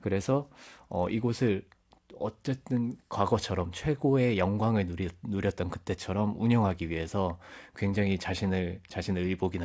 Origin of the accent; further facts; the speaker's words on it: Gyeongsang, South Korea; 경상도 출신이기 때문에 북카이를 몇번 가봤습니다.